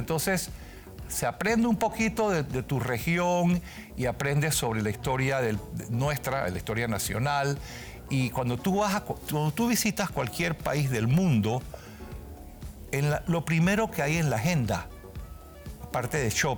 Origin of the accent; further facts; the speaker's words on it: Panama; para mí, como panameño, como amante de la cultura y la historia